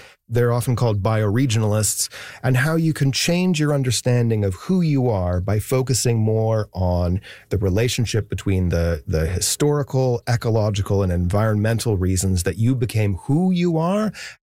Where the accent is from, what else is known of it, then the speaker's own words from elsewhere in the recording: Canada; We're still Canadian here in Vancouver. People here, by definition, make up part of what it means to be a Canadian.